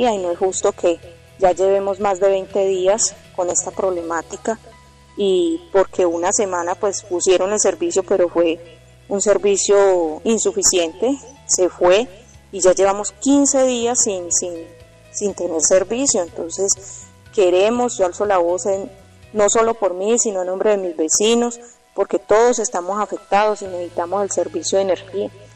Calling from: Argelia, Valle del Cauca, Colombia; somos campesinos, somos del municipio de Argelia

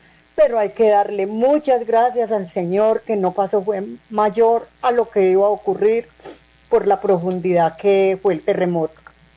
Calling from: Alcalá, Valle del Cauca, Colombia; Hablo desde Alcalá Bache.

